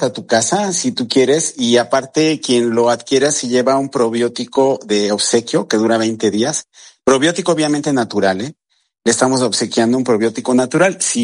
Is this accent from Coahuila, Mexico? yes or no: no; Veracruz, Mexico; y yo soy así totalmente veracruzano jarocho, ¿verdad? De ahí, y pues me encanta saludar a la gente con la que crecí